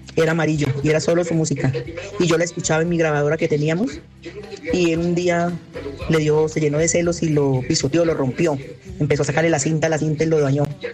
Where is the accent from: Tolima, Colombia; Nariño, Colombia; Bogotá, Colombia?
Tolima, Colombia; Planadas; moved away as an adult; cuando yo me vine de mi pueblo, que es un pueblo Planadas, Tolima, me conocí aquí con el que fue mi esposo